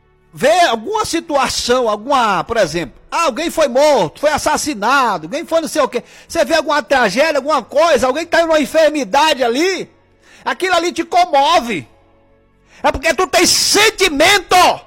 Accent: Tocantins, Brazil; eu sou do norte, lá do Tocantins, né?

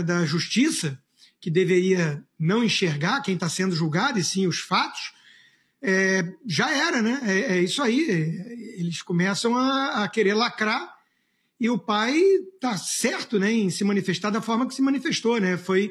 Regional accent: Brazil; Como homem da cultura ocidental, né? Como brasileiro

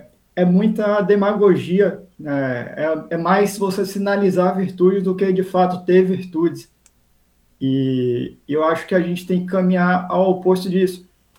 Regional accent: Salvador, Bahia, Brazil; eu sou de Salvador, Bahia.

